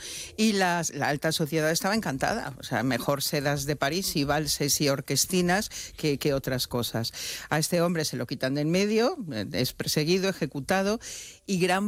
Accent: Mexico; volvemos al siglo XIX y en mi país, en México, pues teníamos un emperador

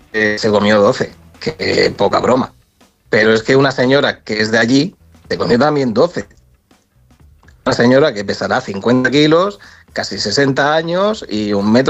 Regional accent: Spain; Soy el primer español que participa en ello.

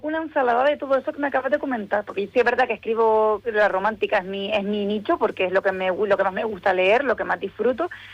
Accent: Canary Islands, Spain

